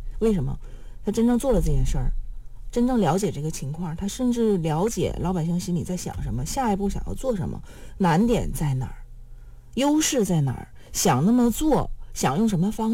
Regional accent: Yingkou, Liaoning, China

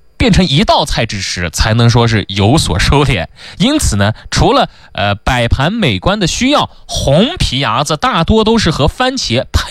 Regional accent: Xinjiang, China; 咱们一个新疆人

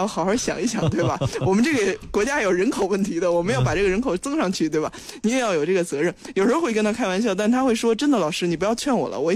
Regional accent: Beijing, China; 我在北京这个西边一个大院长大的

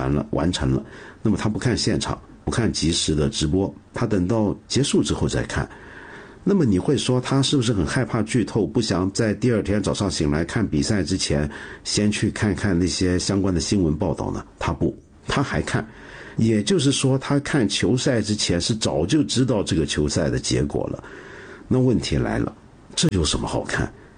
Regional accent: China

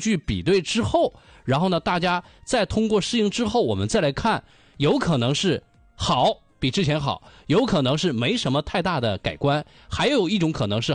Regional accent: China; 让我们中国人都能吃上饱饭了吗

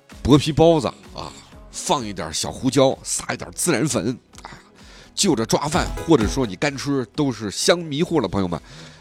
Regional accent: Xinjiang, China; 咱们新疆人

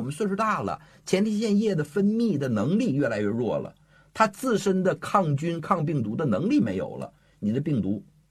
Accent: China; 我特别赞同这句话，而且这也是我们中国人的优良传统

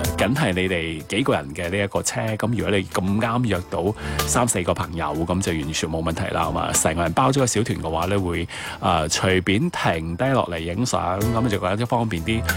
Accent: Guangdong, China; 对我哋广东人

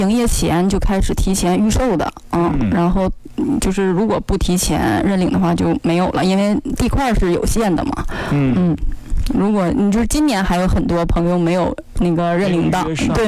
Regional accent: Yingkou, Liaoning, China; moved away as an adult; 首先我是土生土长的光明村人，

